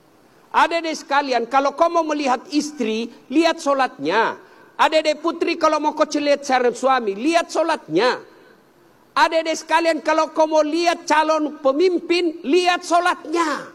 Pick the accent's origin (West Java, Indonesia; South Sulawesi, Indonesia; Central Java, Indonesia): South Sulawesi, Indonesia; Saya orang Bugis